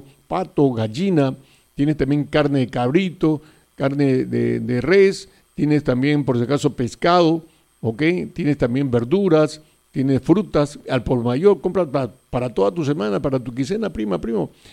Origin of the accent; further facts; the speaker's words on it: Peru; Somos peruanos